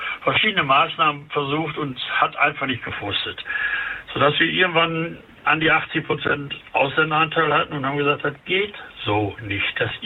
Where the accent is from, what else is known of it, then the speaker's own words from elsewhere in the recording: Essen, North Rhine-Westphalia, Germany; Also ich bin im Essener Norden geboren und groß geworden, aufgewachsen, habe den ganzen Wandel, auch im negativen Sinne des Nordens, miterlebt.